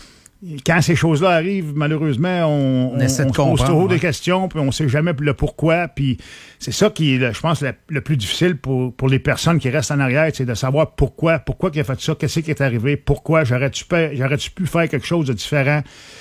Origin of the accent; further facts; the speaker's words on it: Saint-Bruno, Quebec, Canada; Je viens de Saint-Bruno, je m'entraînais là, puis je l'ai amené au gym.